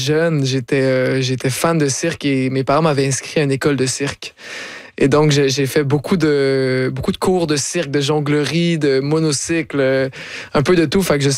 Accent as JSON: {"language": "French", "region": "Quebec", "country": "Canada", "said": "je suis fier d'être québécois"}